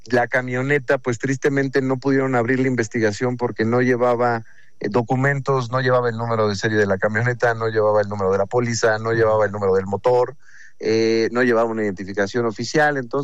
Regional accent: Mexico; estoy preocupado como ciudadano mexicano.

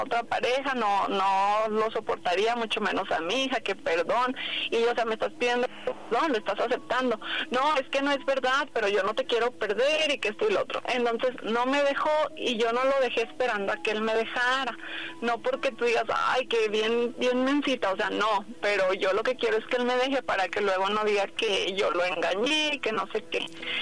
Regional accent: Tonalá, Jalisco, Mexico

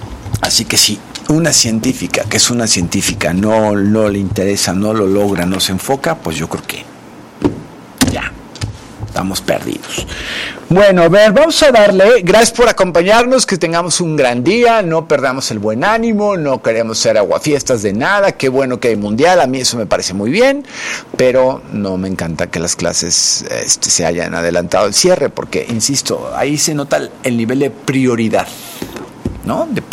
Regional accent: Mexico; soy el mexicano que quiero lo mejor para este país

